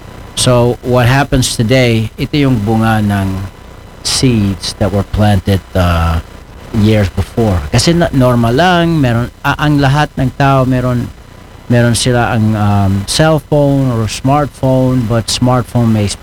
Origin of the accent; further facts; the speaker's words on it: Netherlands; moved away; In the 90s, when I was growing up sa Netherlands